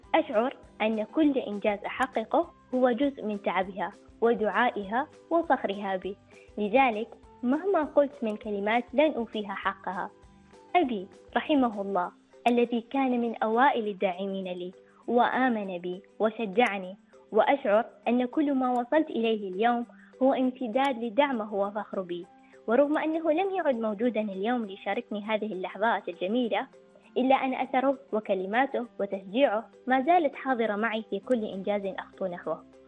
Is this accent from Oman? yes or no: yes; Oman; ولا أنسى بلادي عمان